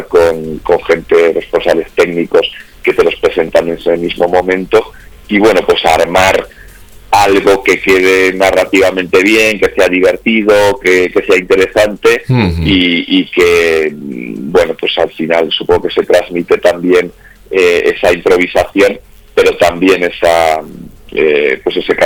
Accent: Palencia, Castile and León, Spain; yo nací en León, aunque me crié en Palencia

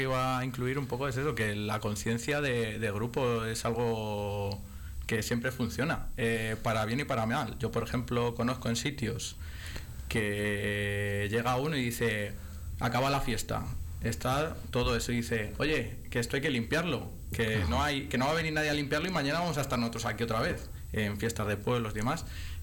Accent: La Matilla, Castile and León, Spain; Yo cuando estuve en mi pueblo de concejal

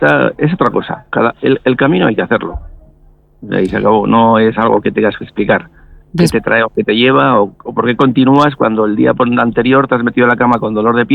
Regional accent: Spain; nosotros somos españoles

